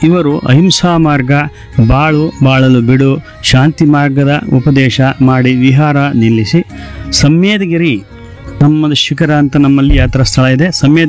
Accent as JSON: {"language": "Kannada", "town": "Saragur", "region": "Karnataka", "country": "India", "said": "ಸರಗೂರಿನವರೇ ಆದಂಥ … ನಾನು ಪರಿಚಯನ ಮಾಡ್ಕೊಂಡೆ."}